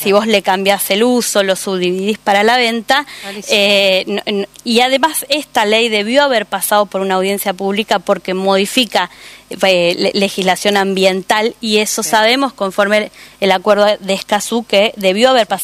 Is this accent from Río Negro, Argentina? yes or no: yes; San Carlos de Bariloche, Río Negro, Argentina; Yo soy patagónica, soy de San Carlos de Bariloche